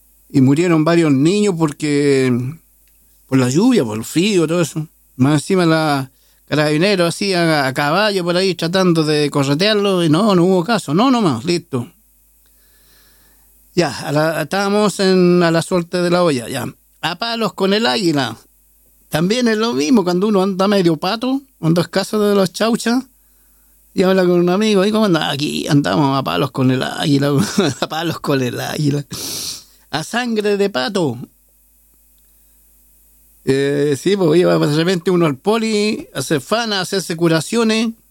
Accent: Santiago Metropolitan, Chile; los que somos de aquí de la Victoria y que llegamos siendo niños, sabemos las penurias.

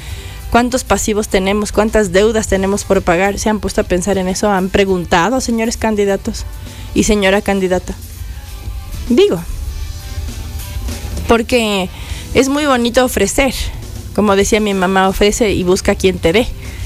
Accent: Ecuador; Como buenos ecuatorianos, el 16 de noviembre se nos acredita el décimo

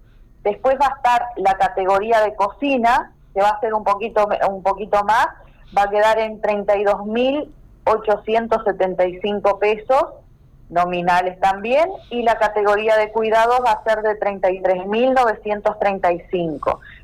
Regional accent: interior, Uruguay; moved away; más con el interior, que es de donde vengo

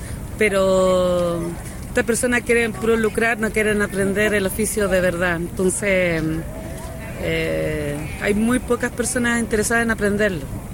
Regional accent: Coquimbo, Chile; Yo soy de Coquimbo.

